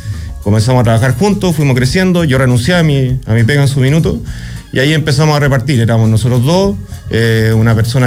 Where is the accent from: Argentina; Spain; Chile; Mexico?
Chile; Pirque, Santiago Metropolitan Region; Porque yo crecí en Pirque y él vivía en Cajón del Maipo.